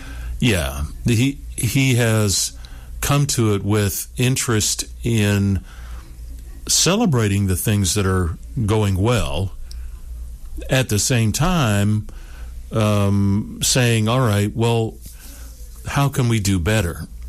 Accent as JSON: {"language": "English", "town": "Seattle", "region": "Washington", "country": "United States", "lives_now": "Florida, United States", "said": "I'm not a native. I'm a Yankee from Seattle that came here to work on a doctorate in social research and family therapy"}